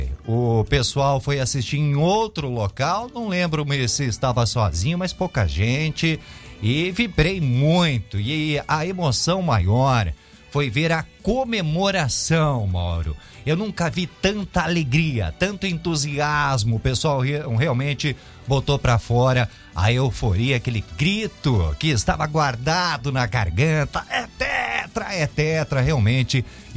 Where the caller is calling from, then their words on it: Brazil; nós somos brasileiros